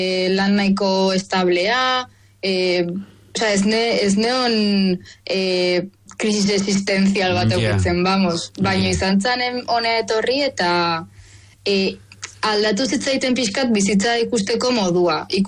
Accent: Tolosa, Basque Country, Spain; now in Maldives; ni Tolosarra naiz.

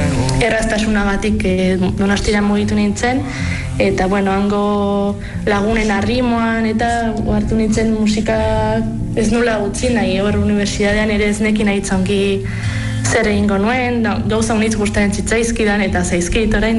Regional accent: Lesaka, Navarre, Spain; moved away; nik orain lesakara bueltatzen naizenean

